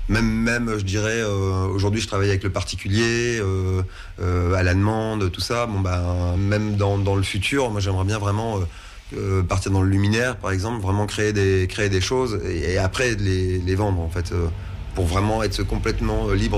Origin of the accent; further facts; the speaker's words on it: Hauts-de-France, France; Là, c'était beaucoup plus proche de chez moi parce que je suis à la base, je suis du Nord.